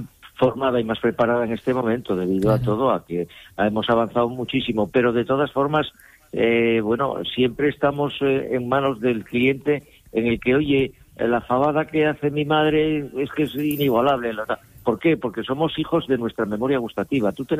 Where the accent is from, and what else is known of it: Asturias, Spain